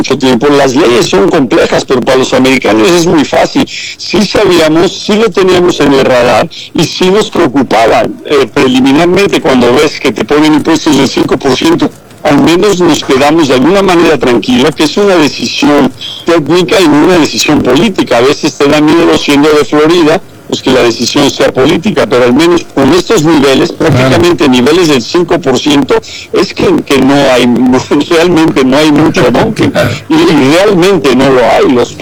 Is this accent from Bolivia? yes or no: no; Mexico; Ahora viene una etapa donde nosotros como mexicanos, los productores mexicanos de fresa, pueden apelar